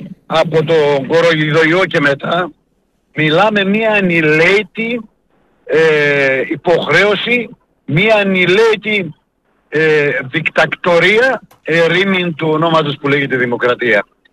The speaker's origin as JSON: {"language": "Greek", "town": "Drama", "region": "Eastern Macedonia and Thrace", "country": "Greece", "tie": "born or raised there", "also_born_or_lived": "Dipotamos, Kavala", "said": "Εγώ είμαι από το Διπόταμο, η καταγωγή μου από εκεί είναι. Αλλά σε μικρή ηλικία έφυγα, ήρθα στη Δράμα. Έμενα εκεί στο στρατιωτικό νοσοκομείο πίσω, ξέρεις, σε ένα ίδρυμα."}